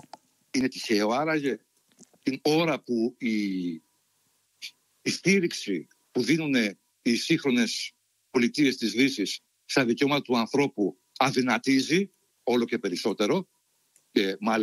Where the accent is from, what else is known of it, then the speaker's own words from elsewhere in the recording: Greece; moved away as an adult; now in Australia; είμαι ένας Έλληνας πολίτης που φιλοξενείται στην Αυστραλία και περνάει μεγάλο μέρος του χρόνου του εδώ με Έλληνες της Αυστραλίας